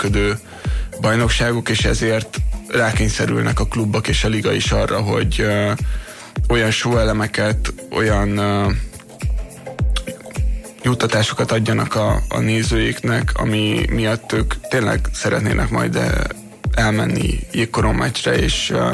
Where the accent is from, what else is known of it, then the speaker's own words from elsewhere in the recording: Székesfehérvár, Fejér, Hungary; de hogy én sose költöztem a Fehérvárról, sose játszottam ugye másik csapatban